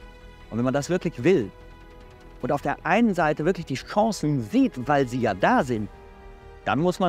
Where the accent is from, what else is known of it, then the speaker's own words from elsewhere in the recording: Rhineland, Germany; ich bin im Rheinland geboren. Wir Rheinländer sind immer auch was Optimisten.